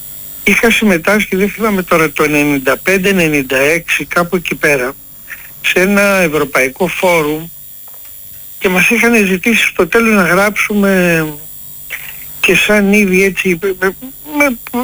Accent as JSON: {"language": "Greek", "town": "Athens", "region": "Attica", "country": "Greece", "tie": "born there", "said": "Εγώ έχω γεννηθεί στην Αθήνα. Ο πατέρας μου είναι από το Αίγιο."}